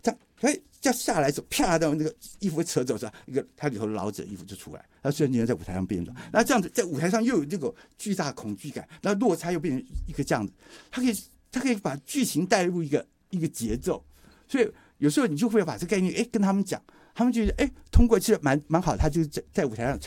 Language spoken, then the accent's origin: Chinese; Taiwan; 我们台湾这边